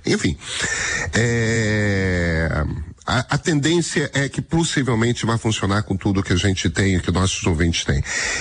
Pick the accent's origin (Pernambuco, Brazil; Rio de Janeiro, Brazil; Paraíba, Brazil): Rio de Janeiro, Brazil; Eu sou carioca, gente. Não, a gente não é nasceu pra isso.